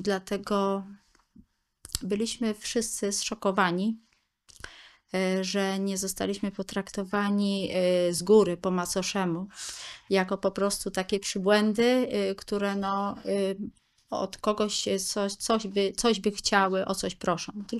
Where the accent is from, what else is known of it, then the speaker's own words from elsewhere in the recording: Greater Poland Voivodeship, Poland; województwie, gdzie pochodzę z Wielkopolski, więc i tam poszukiwałam w różnych miejscach, na wioskach, w miasteczkach czy w dużych miastach.